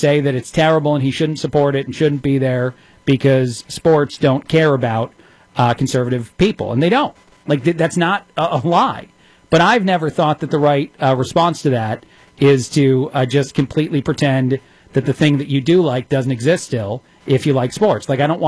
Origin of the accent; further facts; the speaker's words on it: New Jersey, United States; moved away; As somebody who was born and raised in New Jersey